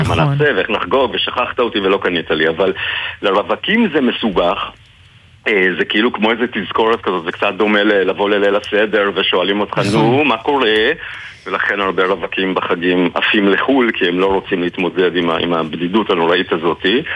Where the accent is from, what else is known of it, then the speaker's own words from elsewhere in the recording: Jerusalem, Jerusalem District, Israel; ואני גדלתי בירושלים